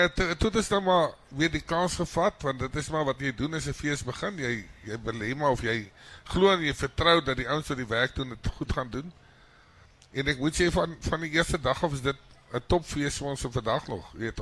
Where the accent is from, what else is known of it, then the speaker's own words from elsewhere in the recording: Oudtshoorn, Western Cape, South Africa; waar kom jy vandaan? Sê ek nie van Oudtshoorn af. Sê sy, wat? Ja. Al die part van Oudtshoorn af.